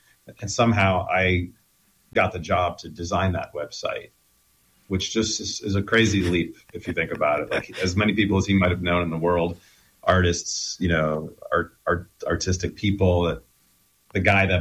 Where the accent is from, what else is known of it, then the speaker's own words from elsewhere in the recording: New Jersey, United States; We're both from New Jersey.